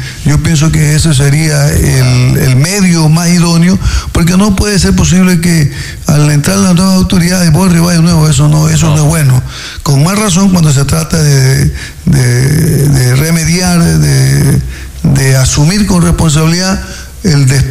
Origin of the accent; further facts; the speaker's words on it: San Pedro, Santa Elena, Ecuador; ahí hablaban de San Pedro, mi pueblo natal